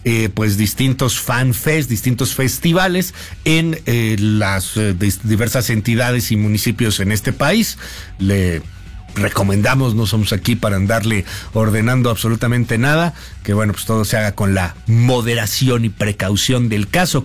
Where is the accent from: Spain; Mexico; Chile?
Mexico; ¿Y si sí nos diéramos cuenta de que somos más los mexicanos buenos que los mexicanos malos?